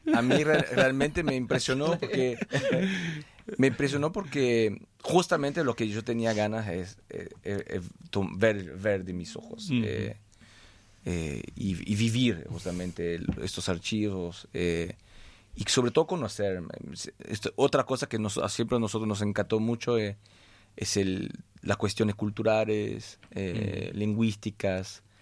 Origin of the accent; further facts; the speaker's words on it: Marseille, Provence-Alpes-Côte d'Azur, France; Spanish is a second language; Nosotros venimos de Marsella, o sea, del sur de Francia. Y en Marsella también somos muy latinos.